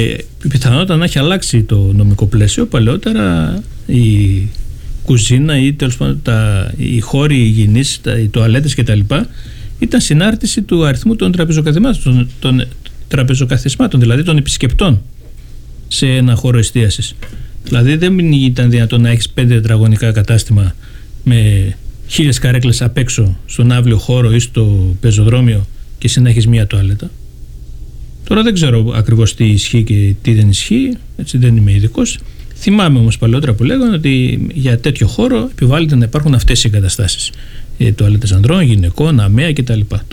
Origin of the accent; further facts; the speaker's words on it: Giannitsa, Central Macedonia, Greece; Ζούμε σε μια επαρχιακή πόλη ή κομμόπολη με άλλα δεδομένα. Θυμάμαι ότι κάποτε είχα πει ότι είμαι από τα Γιάννητσά